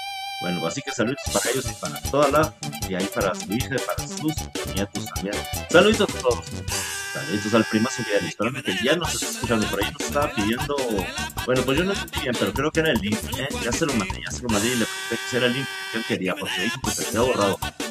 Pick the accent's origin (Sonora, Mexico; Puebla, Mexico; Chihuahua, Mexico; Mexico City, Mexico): Chihuahua, Mexico; todos los que somos de Chihuahua